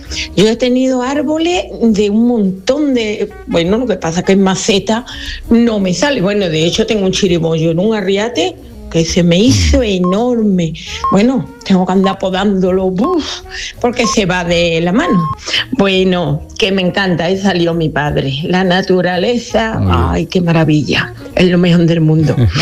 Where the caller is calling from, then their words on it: Dos Hermanas, Andalusia, Spain; de Dos Hermanas.